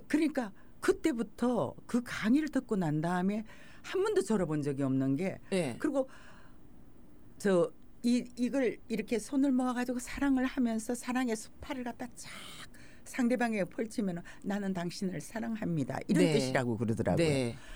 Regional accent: Gyeongsang, South Korea; 경상도 사람이라서

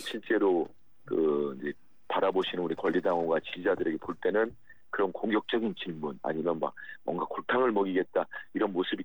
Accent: North Jeolla, South Korea; 저도 전북 출신입니다만은

